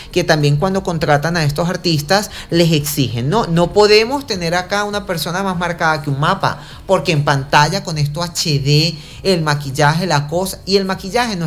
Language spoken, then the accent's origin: Spanish; Venezuela